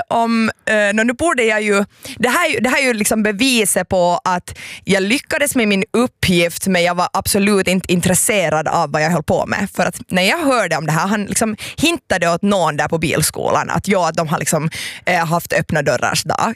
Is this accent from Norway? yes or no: no; Ekenäs, Uusimaa, Finland; jag är uppvuxen i Ekenäs